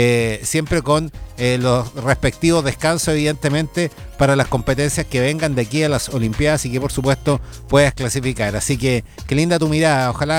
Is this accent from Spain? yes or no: no; Chile